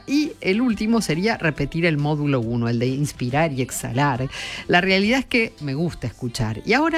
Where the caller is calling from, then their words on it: Buenos Aires, Argentina; de Saavedra.